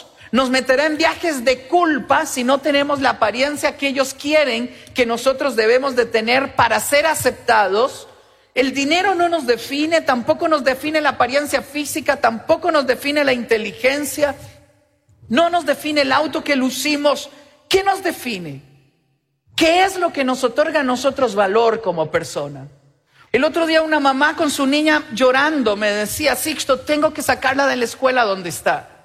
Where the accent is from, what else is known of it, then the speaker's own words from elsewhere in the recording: Nicaragua; Le hago la pregunta para contarle que yo también soy nica. Y que me emociona decir que mi mamá era de Nicaragua.